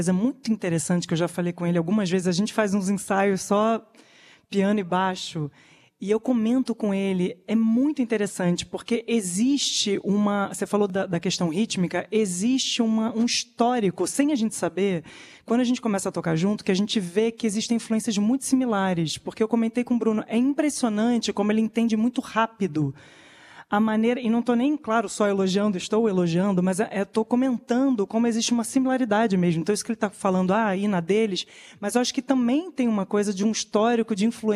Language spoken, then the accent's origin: Portuguese; Rio de Janeiro, Brazil; born there; Não, eu nasci no Rio mesmo.